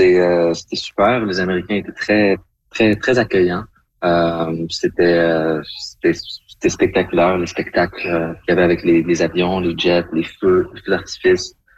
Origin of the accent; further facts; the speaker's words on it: Quebec, Canada; je répondais directement que j'étais du Québec. Ils savaient tous d'où je venais et que des compliments sur nous.